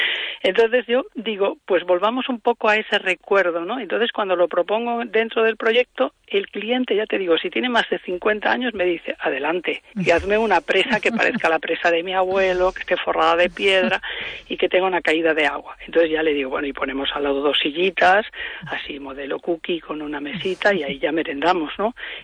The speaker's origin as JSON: {"language": "Spanish", "region": "Galicia", "country": "Spain", "said": "aquí no nos va a pasar porque somos gallegos, llueve mucho"}